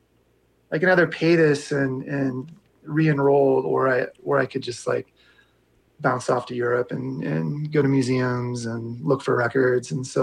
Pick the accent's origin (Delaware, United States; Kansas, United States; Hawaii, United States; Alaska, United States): Kansas, United States; Valley Falls; I was born in a town called Valley Falls, Kansas. And my grandparents raised Arabian stallions there.